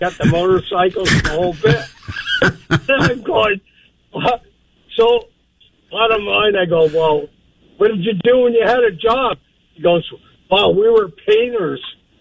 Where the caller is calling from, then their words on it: Burlington, Vermont, United States; I'm calling from Burlington. So I get a job in Winooski at a hotel.